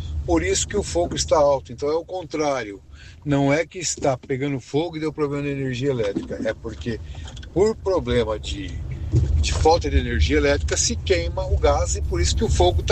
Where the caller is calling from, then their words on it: Santo André, São Paulo, Brazil; eu sou de Santo André, Márcio.